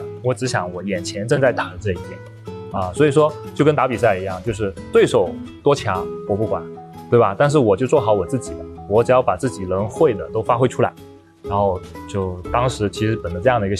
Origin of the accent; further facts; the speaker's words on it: China; 作为一个中国人